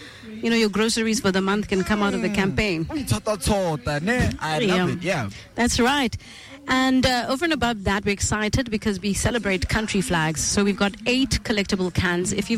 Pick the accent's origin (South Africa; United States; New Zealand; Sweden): South Africa; And then, of course, I'm South African.